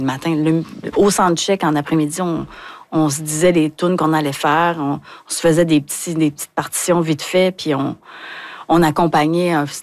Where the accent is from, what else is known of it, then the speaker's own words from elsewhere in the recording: Hauterive, Quebec, Canada; je suis de Haute-Rive, moi.